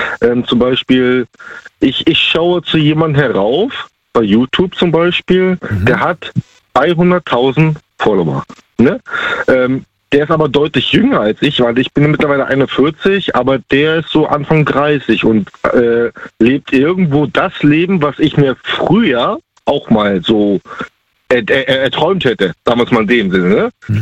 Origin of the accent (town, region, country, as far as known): Baltic coast, Germany